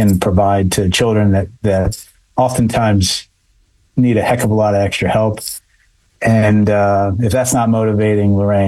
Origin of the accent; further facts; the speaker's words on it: Philadelphia, Pennsylvania, United States; my hometown, Philadelphia, shout out to Philly.